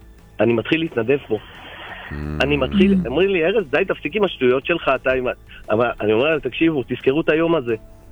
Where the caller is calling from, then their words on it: Haifa, Haifa District, Israel; אני מחיפה ומירושלים.